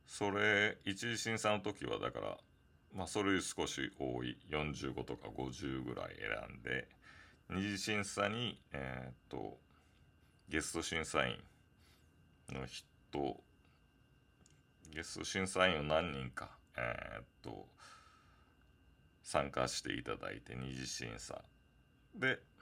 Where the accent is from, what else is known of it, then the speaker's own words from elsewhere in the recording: Okinawa, Japan; 地元の沖縄